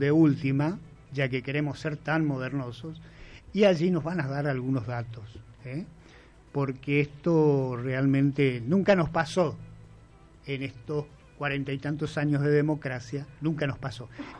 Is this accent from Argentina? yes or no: yes; Argentina